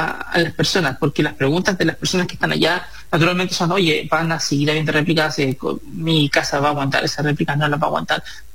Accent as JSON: {"language": "Spanish", "country": "Chile"}